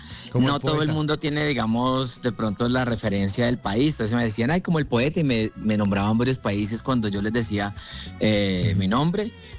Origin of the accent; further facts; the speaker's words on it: Cali, Valle del Cauca, Colombia; now in Bogotá, Colombia; Yo soy licenciado egresado de allá, de donde soy. Yo soy caleño, ahora vivo en Bogotá.